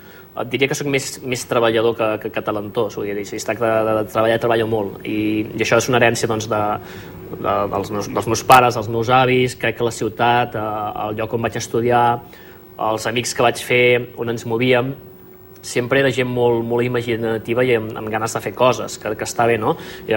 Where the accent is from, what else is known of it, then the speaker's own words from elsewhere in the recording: Sabadell, Catalonia, Spain; born there; moved away as an adult; now in Barcelona, Spain; Jo soc sabadellenc i moriré sabadellenc. El que passa per diferents motius de la vida em va tocar anar a viure, com diem, molta gent d'aquí, al nostre barri de mar, que és Barcelona. I sí, me l'estimo Barcelona, però jo soc sabadellenc.